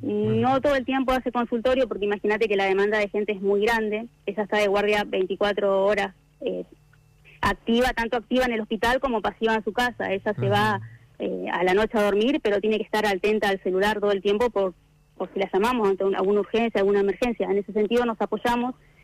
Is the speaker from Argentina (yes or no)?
yes; Comodoro Rivadavia, Chubut, Argentina; moved away as an adult; Yo soy de Comodoro, y cambiar de la ciudad a un pueblito más chico, más tranquilo